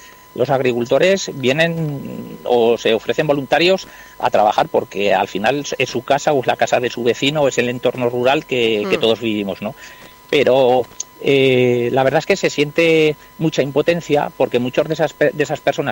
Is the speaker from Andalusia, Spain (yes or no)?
no; Huesca, Aragon, Spain; soy de Huesca